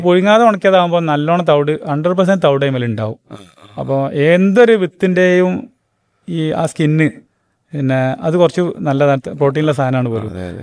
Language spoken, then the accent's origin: Malayalam; Kerala, India; നമ്മളീ മലബാർ മേഖല